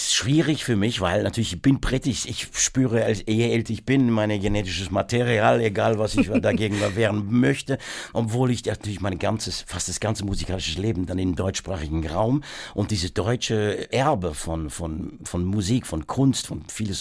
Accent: Worcester, West Midlands, United Kingdom; German is a second language; Keine Ahnung, ich bin natürlich in Worcester aufgewachsen. Dass jemand, der Elgar war irgendwie, da ist der Geburtsort von ihm.

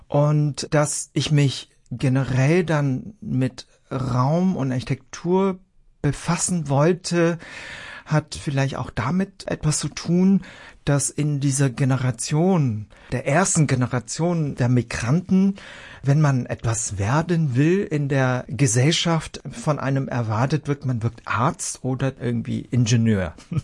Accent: Bonn, North Rhine-Westphalia, Germany; born there; also born or lived in Aachen; Ich bin in Bonn zur Schule gegangen.

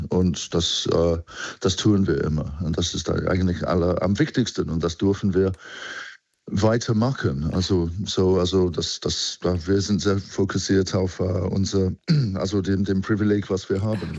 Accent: United Kingdom; now in Germany; Ich bin Brite, genau.

